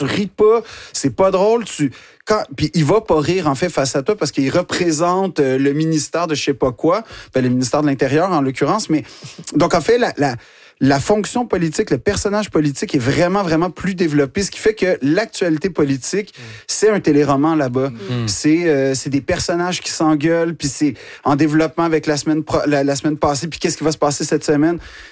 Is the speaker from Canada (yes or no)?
yes; Quebec, Canada; si ils me regardent de haut du fait que je suis Québécois